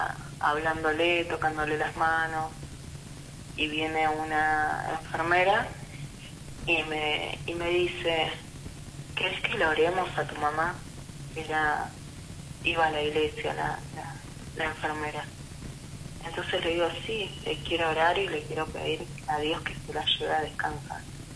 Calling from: Chascomús, Buenos Aires Province, Argentina; yo vivo en Chascomús

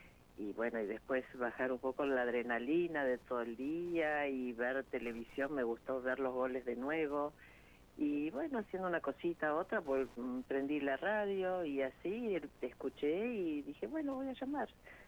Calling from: San Isidro, Buenos Aires Province, Argentina; De San Isidro.

